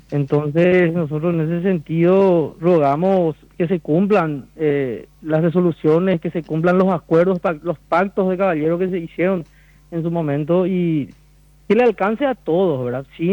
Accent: Paraguay; como ciudadano, como productor paraguayo

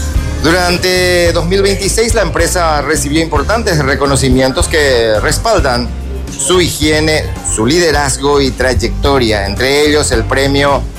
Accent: Luque, Central, Paraguay; vengo de la ciudad de Luque.

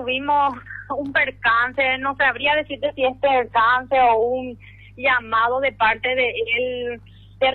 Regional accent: Misiones, Paraguay; cerca de mi casa, de mi pueblo natal, ¿verdad? Misiones

